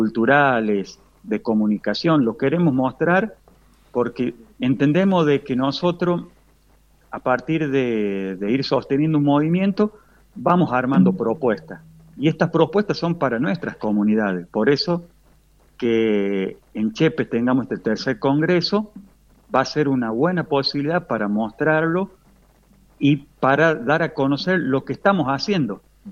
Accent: Argentina

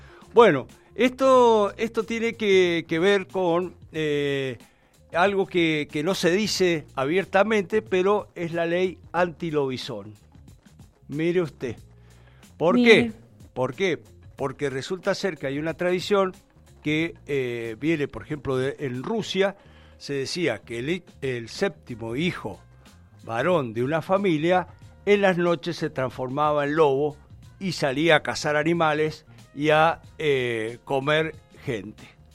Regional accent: Argentina; los argentinos también fuimos inclusivos como los rusos.

